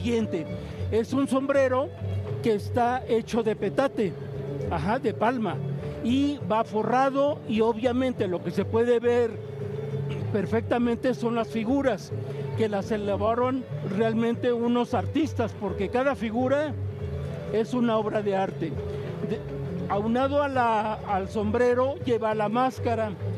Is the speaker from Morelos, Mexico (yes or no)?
yes; Tepoztlán, Morelos, Mexico; yo soy originario de Tepoztlán, Morelos, y ese es el traje típico de mi pueblo, es el de los chinelos.